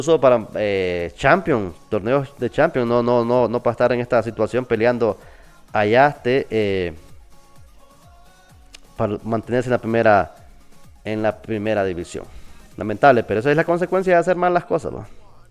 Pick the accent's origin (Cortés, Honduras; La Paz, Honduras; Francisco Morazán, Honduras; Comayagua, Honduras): Francisco Morazán, Honduras; Cedros; Soy de por los mismos lados de los lados de Cantarranas, por ahí mismo también queda. Yo soy de Cedros